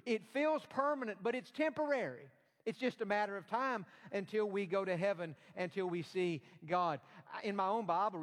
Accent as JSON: {"language": "English", "town": "East Point", "region": "Georgia", "country": "United States"}